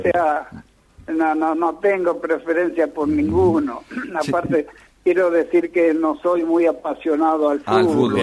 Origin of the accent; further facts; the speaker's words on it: Italy; now in Argentina; Y agradezco a Argentina, uh-huh. agradezco a Argentina que me cobijó cuando vine y por eso le enseñé a mis hijos a amar a dos patrias